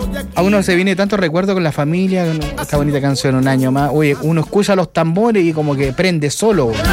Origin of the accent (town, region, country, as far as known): Chile